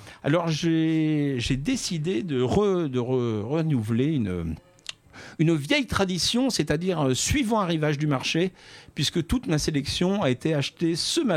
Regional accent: Grand Est, France

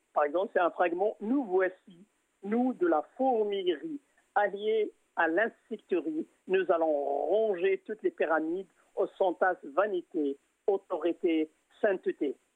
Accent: Drâa-Tafilalet, Morocco; chez nous dans le Tafilal

